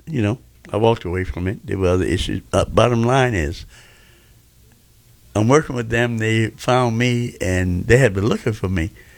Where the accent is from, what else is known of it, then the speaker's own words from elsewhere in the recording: Chicago, Illinois, United States; born there; also born or lived in Bronx, New York / Houston, Texas; I was born in the Bronx. My mother worked till the last half an hour before I was born at Fresh Restaurant. Fast forward after Houston, Texas, with my grandmother, my dad opened restaurants here in Chicago on 47th Street.